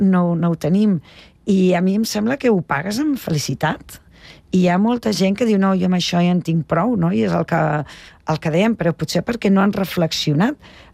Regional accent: Tarragona, Catalonia, Spain; Jo, que soc de Tarragona, tenia amics que es muntaven un bar a Salou

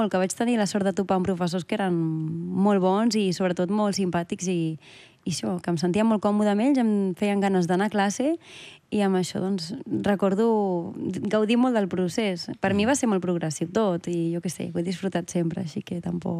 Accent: Barcelona, Catalonia, Spain; Sí, sóc de Barcelona, però ara, gràcies a la música, encara que sembli impossible, ara tinc una casa prou aïllada i puc tocar a casa.

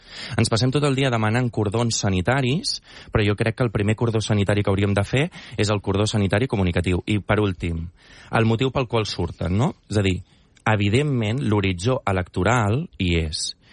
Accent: Sant Cugat del Vallès, Catalonia, Spain; I aquí a Catalunya, jo que vinc de Sant Cugat, un altre municipi

